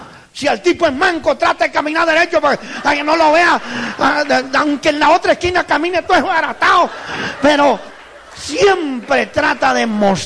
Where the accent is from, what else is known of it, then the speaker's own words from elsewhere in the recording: Italy; Porque yo también era religioso. Y yo soy italiano.